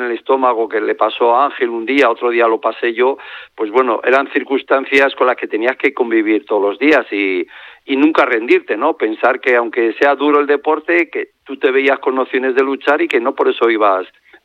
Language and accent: Spanish; Segovia, Castile and León, Spain; Como buen segoviano, no, yo soy de Segovia, ¿no?